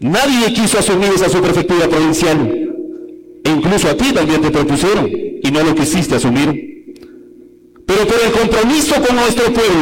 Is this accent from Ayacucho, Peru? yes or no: yes; Ayacucho, Peru; Me debo a mi tierra, Parinacochas, a mi familia